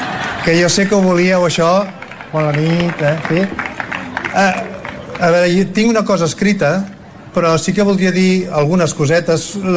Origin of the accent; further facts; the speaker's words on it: Badalona, Catalonia, Spain; jo sóc de Badalona, i a Badalona som molta més gent que aquí, eh?